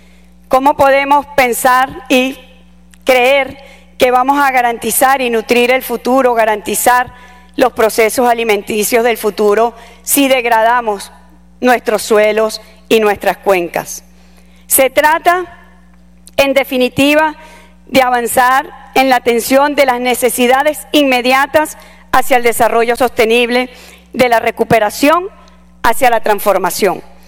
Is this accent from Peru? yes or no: no; Venezuela; Vengo de Venezuela, un país que ha conocido la adversidad en todas sus dimensiones